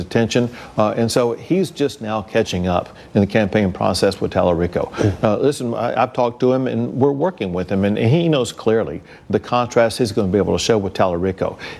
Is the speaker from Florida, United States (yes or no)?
no; Texas, United States; I was born in Texas. I was raised in Texas. My daily job is to fight for Texas. It means something to be a Texan